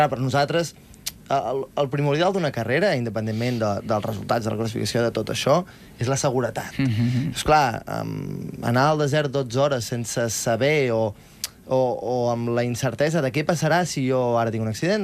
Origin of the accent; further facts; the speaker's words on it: Girona, Catalonia, Spain; Jo soc de Girona